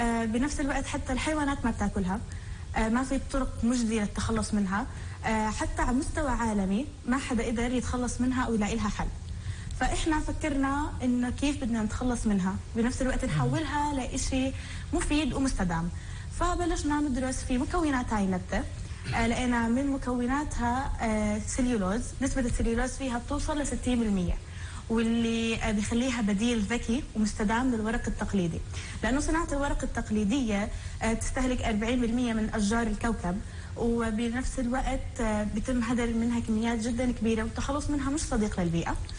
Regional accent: Palestine; نعاني منها كفلسطينيين

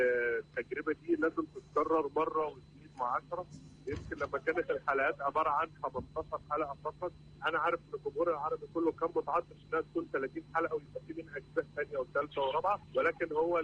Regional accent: Egypt; إحنا كمصريين

